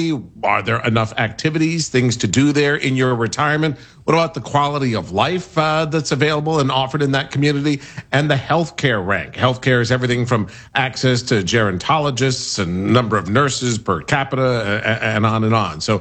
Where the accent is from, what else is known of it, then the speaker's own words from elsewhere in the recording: Orlando, Florida, United States; my hometown there in Orlando